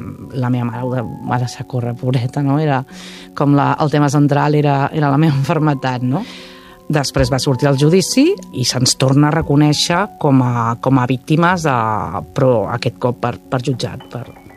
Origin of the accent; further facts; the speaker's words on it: Campdevànol, Catalonia, Spain; La vida laboral de la gent de Can Davant bàsicament la fem a Ripoll.